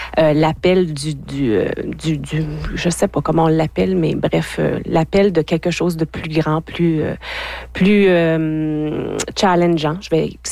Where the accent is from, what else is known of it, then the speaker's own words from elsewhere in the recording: Saint-Bruno, Quebec, Canada; moved away as an adult; now in Abitibi, Canada; Je suis de Saint-Bruno au Lac-Saint-Jean, un petit village à l'époque qui avait 2500 habitants. Je dis à l'époque, ça fait vraiment longtemps maintenant que j'ai quitté mon petit patelin. Maintenant, je me considère un peu comme une Abitibienne.